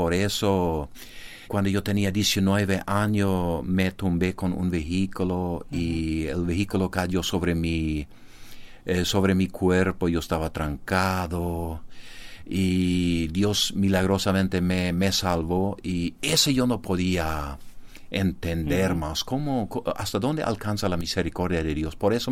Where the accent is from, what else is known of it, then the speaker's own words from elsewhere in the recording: Loma Plata, Boquerón, Paraguay; Soy del Paraguay, del Chaco, Loma Plata, tengo 52 años